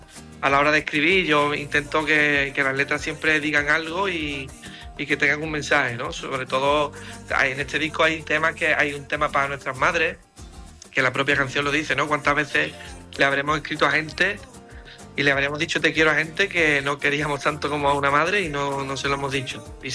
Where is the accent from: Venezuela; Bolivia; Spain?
Spain; Cádiz, Andalusia; En Cádiz vamos a hacer solo una, igual que el año pasado, que es en mi tierra, que es súper especial